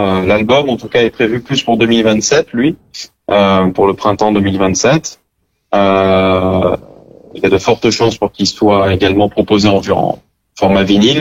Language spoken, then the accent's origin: French; Marseille, Provence-Alpes-Côte d'Azur, France; born there; also born or lived in Saint-Mandé / Nice / Bandol; Je suis né à Marseille, donc La Ciotat. Paris, Saint-Mandé, ensuite Nice, Bandol, donc c'est vrai qu'il y a eu énormément de déménagements